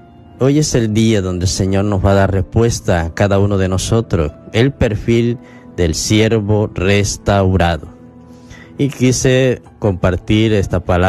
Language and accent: Spanish; Pregonero, Táchira, Venezuela; now in Barinas, Venezuela; Gracias por hacerme recordar mi terruño natal de Pregonero, Estado Táchira, y siempre amante del merengue campesino.